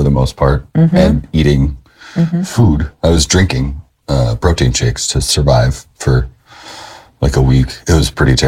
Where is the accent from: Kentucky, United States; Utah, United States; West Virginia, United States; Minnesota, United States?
Minnesota, United States; Minneapolis; We do live in Minnesota in the Twin Cities, which is St. Paul and Minneapolis, born and raised. I was born in Minneapolis.